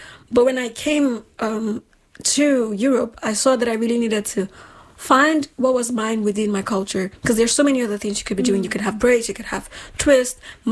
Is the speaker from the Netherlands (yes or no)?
no; Nigeria; moved away; because I grew up in Nigeria. I wasn't black until I moved out of Nigeria.